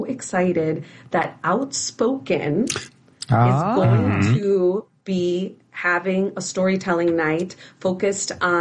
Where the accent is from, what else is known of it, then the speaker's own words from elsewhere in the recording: Chicago, Illinois, United States; my experience is a bilingual and bicultural experience. Like, I was born and raised in Chicago. I am an 80s girl.